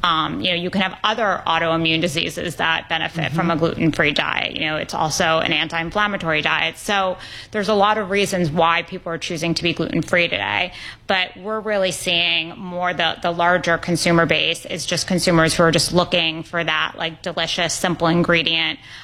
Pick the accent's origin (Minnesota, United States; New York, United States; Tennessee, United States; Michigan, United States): New York, United States; New York City; I grew up in New York City. My family owned restaurants, and from a very early age, I was a foodie.